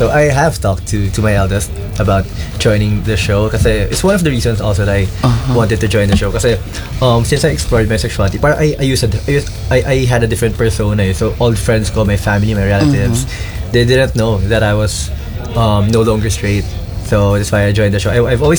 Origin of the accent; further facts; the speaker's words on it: Mindanao, Philippines; also born or lived in Iloilo / Antique; now in Cavite, Philippines; Lumaki ako sa Mindanao. Tapos tumira din ako sa Iloilo, tumira din akong Antique. Uh-huh. Pero I now live in Cavite, so medyo halo-halo yung Bisaya ako.